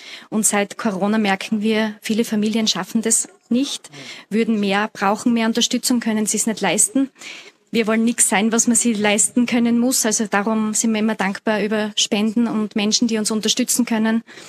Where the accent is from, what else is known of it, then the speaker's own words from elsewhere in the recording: St. Margarethen an der Raab, Styria, Austria; ich komme aus St. Margarethen an der Rapp. Das ist ein Katzensprung, sage ich mal, 10 Minuten von da.